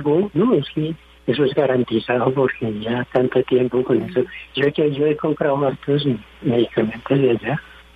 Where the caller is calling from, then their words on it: Funza, Cundinamarca, Colombia; En Funza.